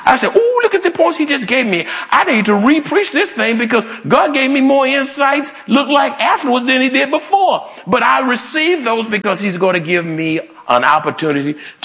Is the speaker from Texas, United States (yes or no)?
yes; Houston, Texas, United States; And then I started asking. I said, "Well, I'm from Houston originally."